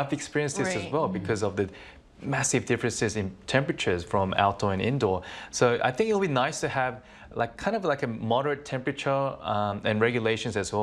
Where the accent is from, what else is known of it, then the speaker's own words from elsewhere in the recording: Australia; Because I'm from Australia, I can kind of like withstand the heat more than others, tolerate it.